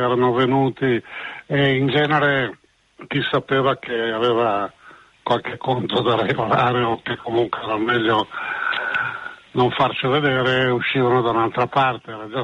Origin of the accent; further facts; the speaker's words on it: Arzignano, Veneto, Italy; Mio padre era, lui proveniva dalla provincia di Vicenza, dal mio paese e il suo paese Arzignano, nella Val del Chiampo